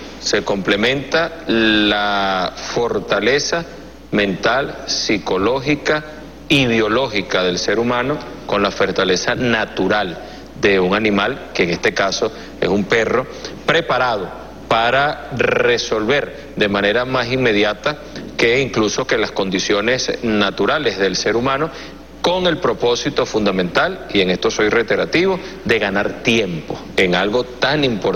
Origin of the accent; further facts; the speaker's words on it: Venezuela; nosotros como venezolanos